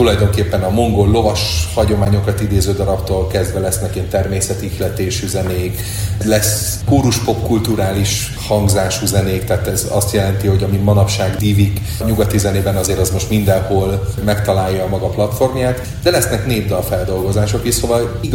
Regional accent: Sopron, Győr-Moson-Sopron, Hungary; now in Debrecen, Hungary; Ugye én soproni vagyok, az a másik vége

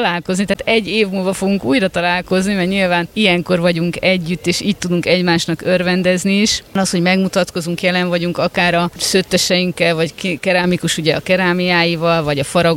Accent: Somogy, Hungary; Hát ugye én somogyi vagyok, kicsit hazabeszélek

